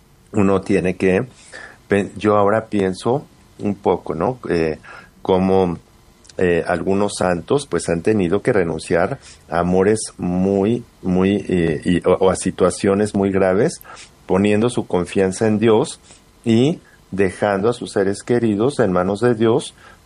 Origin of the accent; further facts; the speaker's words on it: Spain; incluso en mi país, en España, ¿verdad?